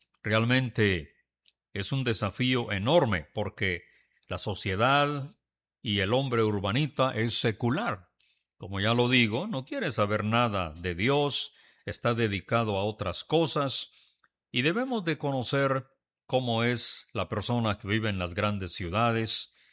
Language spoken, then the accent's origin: Spanish; Guatemala